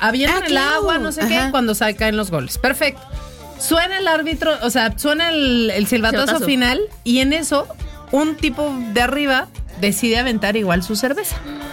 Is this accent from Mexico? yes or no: yes; Mexico; estoy en un mundial, en México, en mi país, en este estadio.